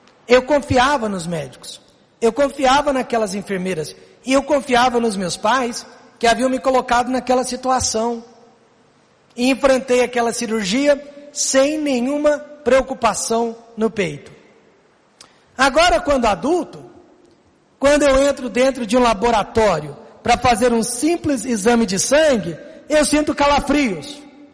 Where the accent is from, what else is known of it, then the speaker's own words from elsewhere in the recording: Ribeirão Preto, São Paulo, Brazil; born there; moved away as an adult; now in Goiânia, Brazil; no meu caso, Igreja Batista Independente de Ribeirão Preto. Igreja onde eu cresci